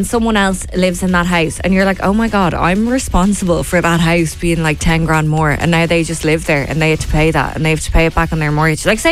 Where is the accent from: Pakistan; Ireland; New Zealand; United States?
Ireland; Dalkey, Leinster; Don't talk about my hometown that way.